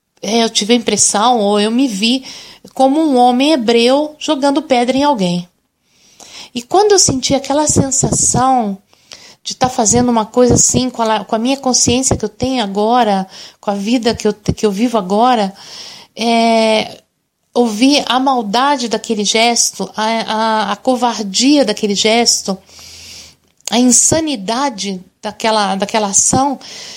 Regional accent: Brazil; now in Italy; Para nós que somos brasileiros, dia 26 de dezembro é um dia como outro qualquer. O dia 26 de dezembro é um dia depois do Natal. Mas aqui na Itália é feriado.

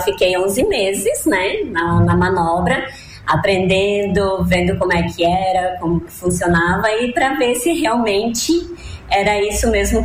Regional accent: Chapecó, Santa Catarina, Brazil; born there; Isso, nasci em Chapecó, morei 8 anos lá e depois fui morar em outra cidade

